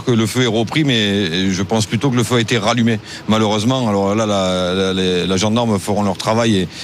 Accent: Carcès, Provence-Alpes-Côte d'Azur, France; je suis habitant de Carcès, mais je suis aussi président de la société de chasse. Et je suis né à Carcès, je suis né dans ces collines

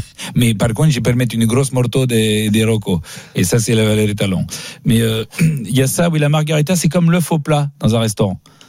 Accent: France; Moi je suis français

